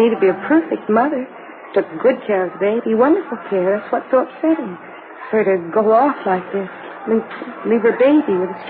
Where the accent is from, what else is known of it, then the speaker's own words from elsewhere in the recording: Cincinnati, Ohio, United States; I'm from Cincinnati. I got on the bus there and then went down to Dallas.